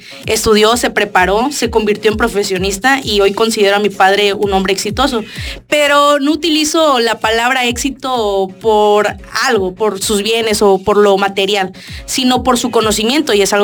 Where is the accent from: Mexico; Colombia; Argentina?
Mexico; Tapachula, Chiapas; yo soy de origen tapachulteca, mis papás son tapachultecos, mis abuelas, todos mis familiares somos de Tapachula. Yo nací y crecí aquí